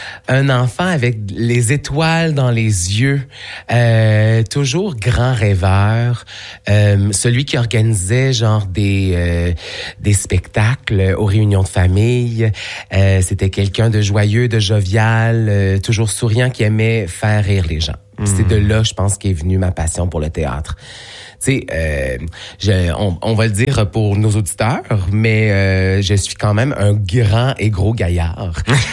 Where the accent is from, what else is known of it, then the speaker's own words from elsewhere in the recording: Rockland, Ontario, Canada; moved away; J'ai grandi à Rockland, en Ontario, qui est un petit village à l'est, à peu près à 30 minutes à l'est d'Ottawa.